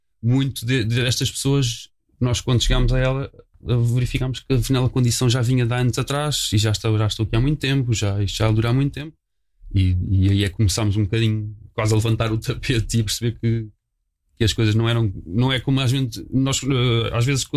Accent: Sintra, Lisbon, Portugal; Eu sou cá de Sintra, desde sempre nasci aqui, cresci aqui, andei na escola aqui.

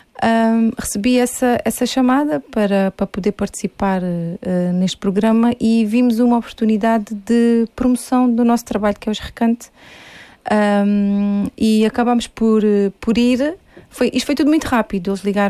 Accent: Almodóvar, Alentejo, Portugal; Eu sou de Almodóvar.

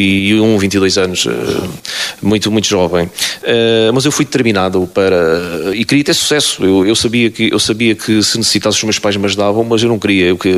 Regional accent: Portalegre, Alentejo, Portugal; born or raised there; moved away as an adult

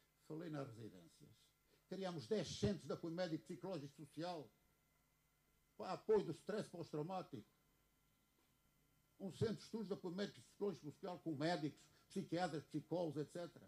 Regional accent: Oleiros, Castelo Branco, Portugal; Termino com a satisfação de estar muito perto da minha terra. Eu sou um olicastrense convicto.

